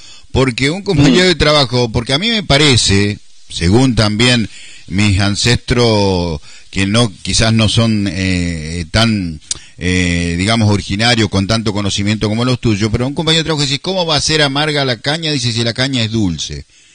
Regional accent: Gálvez, Santa Fe, Argentina; now in Santa Fe, Argentina; Yo recuerdo en mi infancia, en mi pueblo, en mi ciudad Gálvez, en mi niñez ahí, aunque yo nací acá en Santa Fe, pero a los 2 años mis padres me llevaron hasta allá

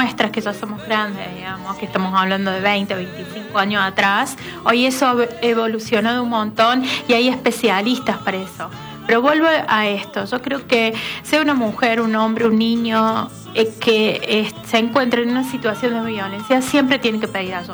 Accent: Córdoba, Argentina

